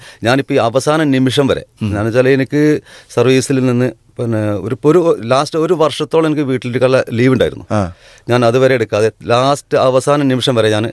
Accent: Wandoor, Kerala, India; ഞാൻ വണ്ടൂരിനടുത്ത് ചെറുകോട് ചാത്തങ്ങോട്ടുപുറം എന്ന് പറഞ്ഞ സ്ഥലത്താണ് ജനിച്ചതും വളർന്നതും. എൻ്റെ ബാല്യകാലങ്ങളൊക്കെ അവിടെ വെച്ചിട്ട് അവിടെ തന്നെയായിരുന്നു.

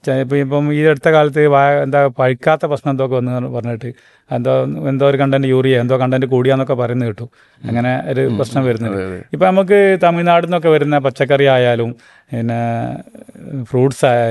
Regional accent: Kerala, India; നമ്മളീ മലബാർ മേഖല

